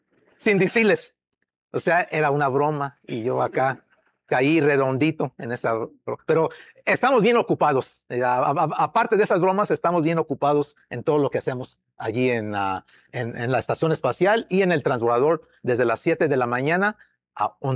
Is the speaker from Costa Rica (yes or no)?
no; Mexico; now in United States; Pero más mexicano no puedo ser. Yo siempre les digo a la gente, si no creen que soy mexicano, miren el bigote y el nopal que tengo en la frente. Más, por favor, más mexicano no puedo ser. Puro purépeche es lo que somos nosotros.